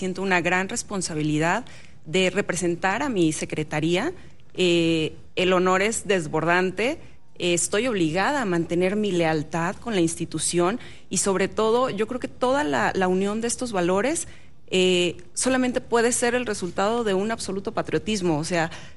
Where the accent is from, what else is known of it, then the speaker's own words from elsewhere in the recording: Mexico; somos mexicanos como cualquier otro